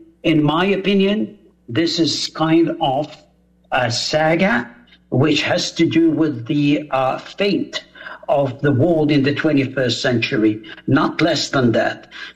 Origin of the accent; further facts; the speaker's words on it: Israel; we Israelis